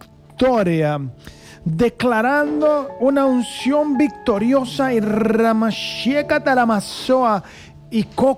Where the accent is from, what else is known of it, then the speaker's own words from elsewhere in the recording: Coronado, San José, Costa Rica; necesitando un calentador de agua antes que llegue el mes de diciembre y me congele aquellito, porque yo soy de Coronado.